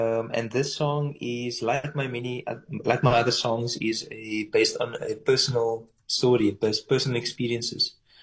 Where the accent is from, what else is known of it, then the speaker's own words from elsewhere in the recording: Somerset West, Western Cape, South Africa; So I am from Somerset West. So it's a town that is close to Cape Town.